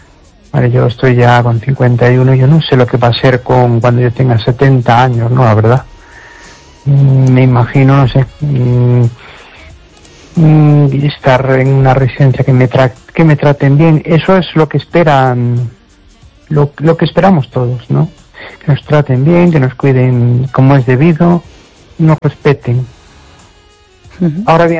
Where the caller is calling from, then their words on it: Amoeiro, Galicia, Spain; de Amoeiro.